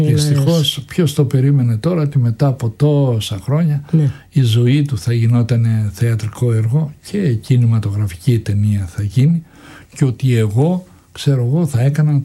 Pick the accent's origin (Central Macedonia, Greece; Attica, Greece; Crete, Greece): Crete, Greece; Anogia; ξεχυλίζουν τώρα να παίξω στο χωριό μου και να κάνω και τον πιο εμβληματικό ήρωα του χωριού που μεγαλούργησε